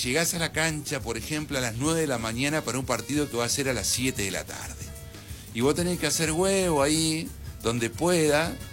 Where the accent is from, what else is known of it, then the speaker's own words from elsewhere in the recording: Carmen de Patagones, Buenos Aires Province, Argentina; No, pero somos de Patagones, Viedma, sacá esto antes que te llenemos el coso de patada, ¿no?